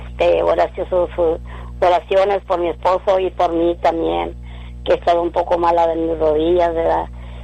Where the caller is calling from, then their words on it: Mercedes, Texas, United States; somos de aquí de Mercedes